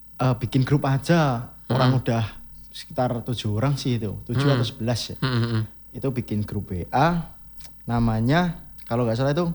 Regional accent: Karanganyar, Central Java, Indonesia; Aku dari Karanganyar.

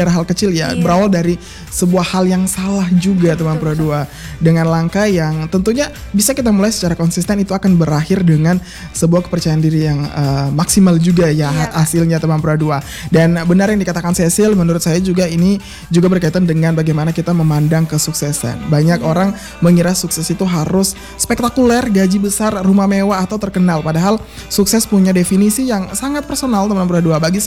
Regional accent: Palu, Central Sulawesi, Indonesia; kita semua nih sebagai orang Palu

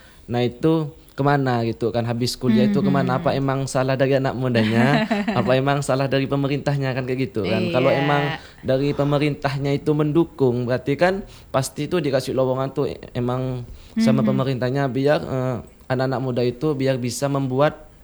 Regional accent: Indonesia; moved away; di kampung saya tuh kak, di Sungai Burun kecil loh.

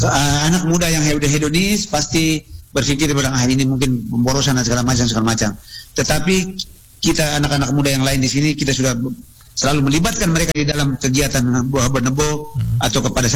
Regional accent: Lembata, East Nusa Tenggara, Indonesia; di kita di Lamaholot, di Lembata, khususnya di kita di kampung-kampung kami ini

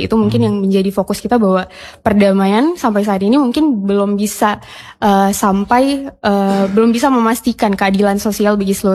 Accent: Aceh, Indonesia; sebagai warga Aceh, Bang.

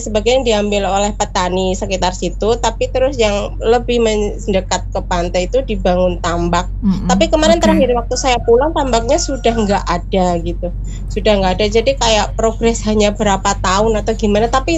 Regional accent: Cilacap, Central Java, Indonesia; moved away; dulu semasa saya kecil di desa Pak, saya dari Cilacap.

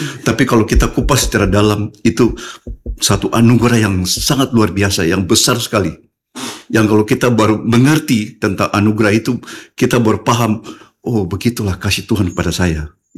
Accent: Manokwari, West Papua, Indonesia; also born or lived in Sorong; Saya lahir di Sorong dan saya kecil di Manokwari.

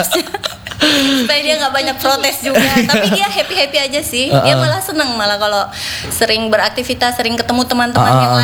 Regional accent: Sorong, Southwest Papua, Indonesia; born there; Saya lahir di Sorong.

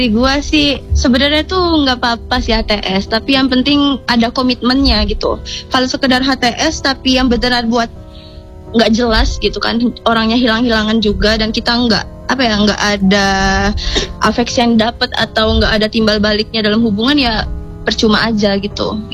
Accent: Rajabasa, Lampung, Indonesia; Gue dari Raja Basa.

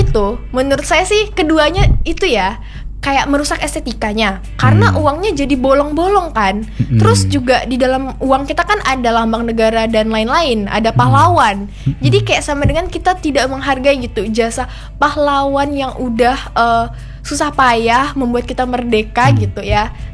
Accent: Sintang, West Kalimantan, Indonesia; Saya sebenarnya bukan dari Ponti juga. Saya dari Sintang.

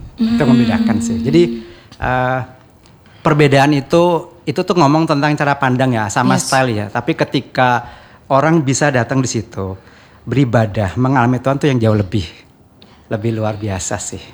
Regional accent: Bali, Indonesia; Dari Bali saya.

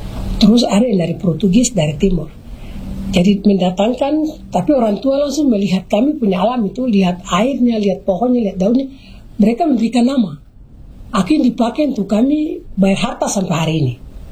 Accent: Maybrat, Indonesia; now in Sorong, Indonesia; kami orang Mebrat.

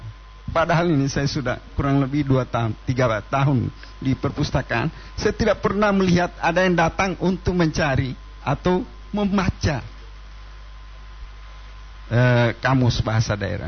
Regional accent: Batudaa, Gorontalo, Indonesia; saya dari Batu Daa sebelumnya, orang tua saya di Batu Daa, dan saya sekolah di SMA 1.

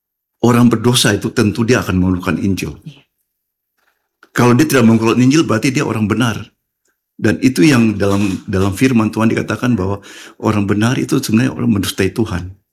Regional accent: Manokwari, West Papua, Indonesia; also born or lived in Sorong; Saya lahir di Sorong dan saya kecil Manokwari. Dan pasti orang GKI atau orang Papua tahu tentang

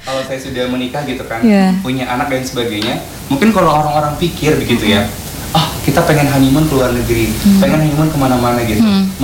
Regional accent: Sumatra, Indonesia; moved away; saya kan dari Sumatera, tiba-tiba saya ke Jawa

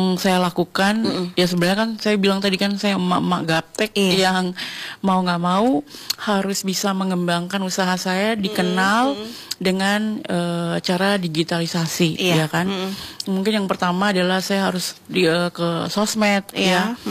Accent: Papua, Indonesia; Dan waktu itu aku Papua, istilahnya Indonesia Timur satu-satunya yang bisa lolos masuk jadi lima besar.

